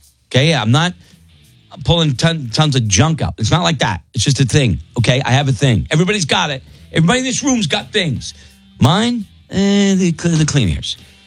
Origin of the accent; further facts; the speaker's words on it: New England, United States; Because I'm from New England